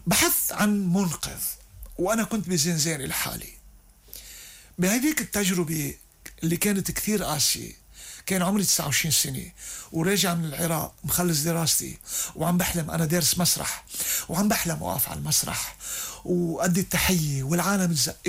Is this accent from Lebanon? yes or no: yes; Lebanon; أنا لبناني قبل مني مسلم، وأنا عندي لبنان قبل مكي.